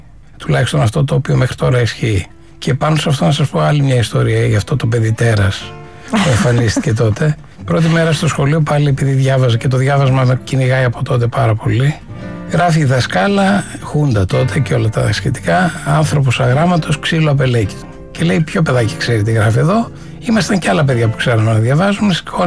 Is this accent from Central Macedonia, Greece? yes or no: yes; Thessaloniki, Central Macedonia, Greece; Θυμάμαι πάρα πολύ έντονα στην Θεσσαλονίκη, εκεί που μεγάλωσα, Αριστοτέλους και Τσιμισκή, ένα περίπτερο